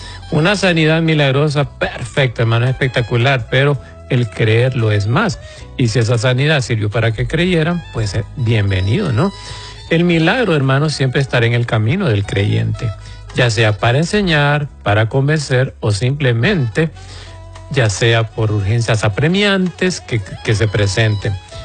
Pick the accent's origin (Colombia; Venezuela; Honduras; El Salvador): Honduras; nosotros le decimos pulpería a las pequeñas tiendas de los barrios, hermanos, aquí en Honduras les decimos pulpería